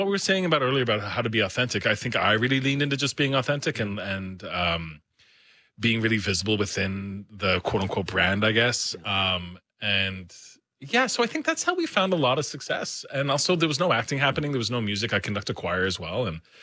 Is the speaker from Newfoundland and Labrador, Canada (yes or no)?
yes; Newfoundland and Labrador, Canada; I don't know if it's because I'm from Newfoundland, and I'm not sure what I mean by this